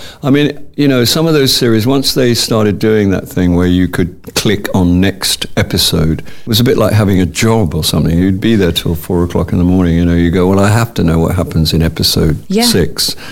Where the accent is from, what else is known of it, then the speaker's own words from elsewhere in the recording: Surrey, South East England, United Kingdom; I grew up in the Catholic religion. You know, I went to Catholic school. You know, it was a Catholic community to some degree, to a large degree, albeit in a funky little town in Surrey